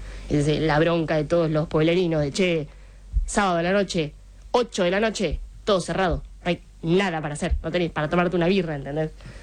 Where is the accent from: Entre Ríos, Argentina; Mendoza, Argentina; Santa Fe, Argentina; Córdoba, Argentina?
Córdoba, Argentina; Capilla del Monte; moved away as an adult; vivir en Capilla del Monte, más allá, encima de que es un pueblo muy espiritual, muy sí. magnético, muy loco.